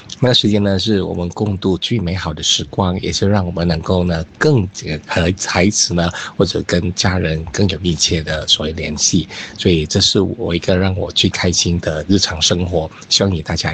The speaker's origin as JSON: {"language": "Chinese", "town": "Kuala Lumpur", "region": "Federal Territory of Kuala Lumpur", "country": "Malaysia", "said": "九亿以及九六三的听众朋友，大家周日好，"}